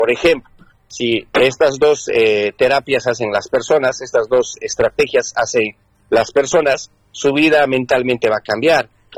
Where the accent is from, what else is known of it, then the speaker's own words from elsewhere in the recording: Cochabamba, Bolivia; moved away; yo soy boliviano de Cochabamba